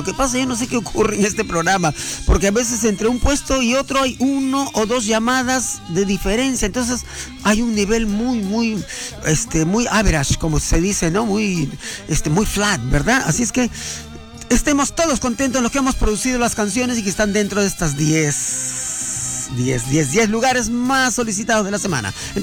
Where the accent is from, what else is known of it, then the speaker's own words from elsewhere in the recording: Peru; todos los autores y compositores peruanos que hacemos música